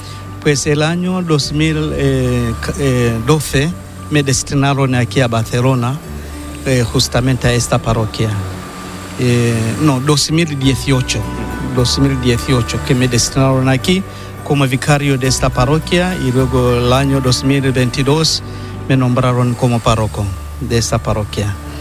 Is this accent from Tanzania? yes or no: yes; Njombe, Tanzania; Soy de Tanzania, la diócesis de Njombe, entre la orden San Agustín desde el año 1981.